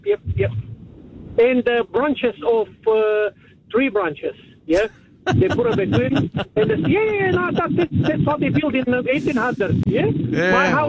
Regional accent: Romania; Now, you remember I'm from Romania. Now, in all the days in the communist time, in the winter time, we sleep in a cold room because there's no heating, all right?

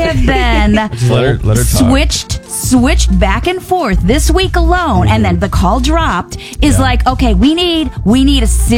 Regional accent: Mount Prospect, Illinois, United States; That's my hometown.

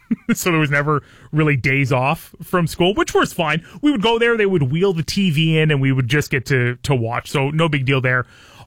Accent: Belle River, Ontario, Canada; also born or lived in Puce; when I was a kid growing up in Puce and in Bell River.

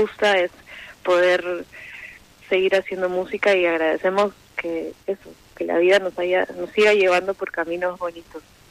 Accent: Peru; moved away as an adult; now in Spain; Sí, bueno, mi esposo y yo somos un dúo, somos peruanos. Vivimos acá en España hace 3 años.

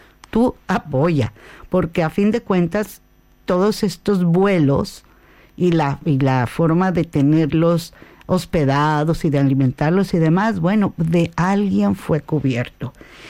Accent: Mexico; No, precisamente como mexicanos y como país que hemos vivido dos temblores bastante fuertes

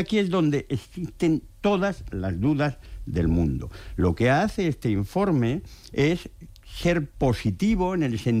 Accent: Spain; lo que tenemos derecho los trabajadores españoles

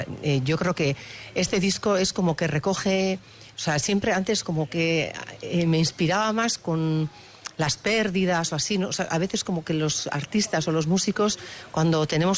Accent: Basque Country, Spain; Yo creo que soy muy euskaldún, pero ¿cómo voy a renegar de mis raíces castellanas?

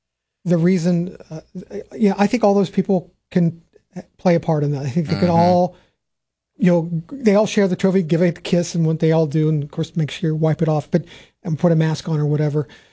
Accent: Ohio, United States; I'm from Morrow County, Cardington, Highland, Mount Gilead, Northmore, still have their own schools

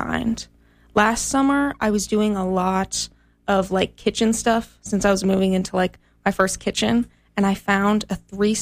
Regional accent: East Grand Forks, Minnesota, United States; now in Grand Rapids, United States; I'm originally from East Grand Forks, so I'm used to the smaller town, northern Minnesota, and I knew there were actually trees here, so I was excited for that.

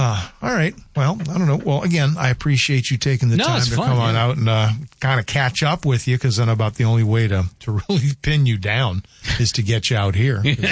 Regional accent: the South, United States; growing up in the South in the 70s, late 60s

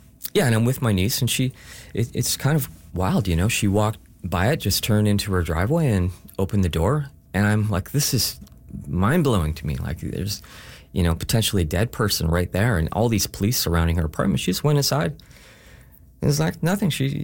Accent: Canada; I think when you live here, you, as a Canadian, you have certain beliefs and values

